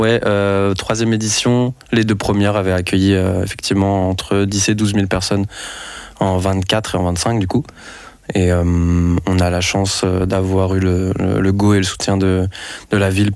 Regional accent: Lyon, Auvergne-Rhône-Alpes, France; now in Brussels, Belgium; moi, je suis français, je suis d'origine, je viens de Lyon et je travaillais dans la production musicale d'événements, etc.

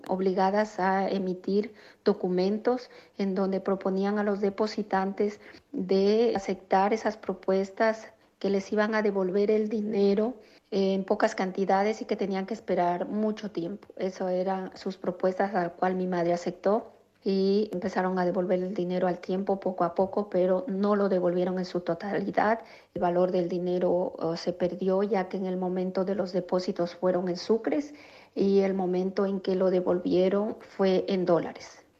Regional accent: Ecuador; moved away as an adult; now in Belgium; soy una emigrante ecuatoriana desde 1994.

